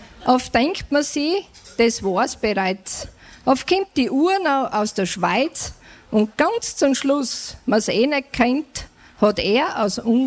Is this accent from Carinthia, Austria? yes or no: no; Birkfeld, Styria, Austria; Ich komme da eh aus Birkfeld, mit Gemeinde Birkfeld. Das ist Weiseneck, direkt aus Weiseneck.